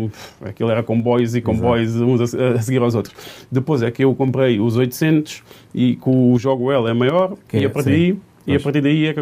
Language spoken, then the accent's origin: Portuguese; Moita, Setúbal, Portugal; also born or lived in Alentejo; Sou da Margem Sul, sou da Moita.